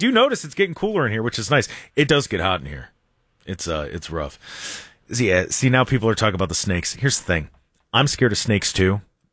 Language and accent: English; Lodi, United States; Growing up in Lodi, we used to play in the cornfields.